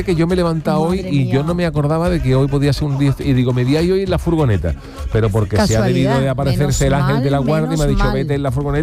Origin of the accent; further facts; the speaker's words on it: Cádiz, Andalusia, Spain; ya hablamos con el tío, nosotros somos de Cádiz, nos dio el micrófono